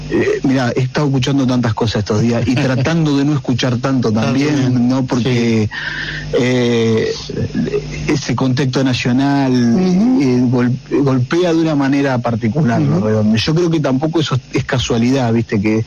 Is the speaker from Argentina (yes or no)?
yes; Argentina; si uno no ha vivido acá, si no lo ha percibido acá como un argentino